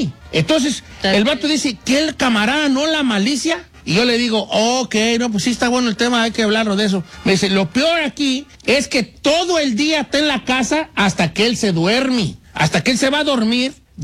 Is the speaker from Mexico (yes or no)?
yes; Sinaloa, Mexico; Yo soy chitán sinaloense y que al wasabi le dicen wasabi.